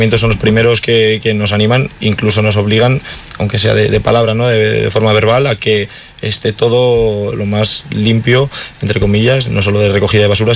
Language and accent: Spanish; Monzón de Campos, Castile and León, Spain; Nosotros somos de Monzón